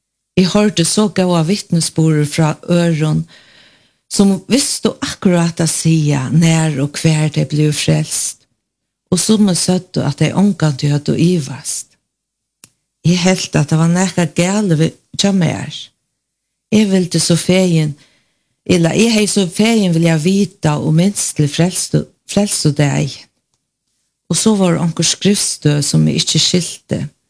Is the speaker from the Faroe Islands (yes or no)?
yes; Klaksvík, Faroe Islands; moved away as an adult; now in Tórshavn, Faroe Islands; Vi er født i Klaksvøk, og her bor jeg det meste av Baddomsårene. Men de søgneste mange årene har vi bor i Torsjøen.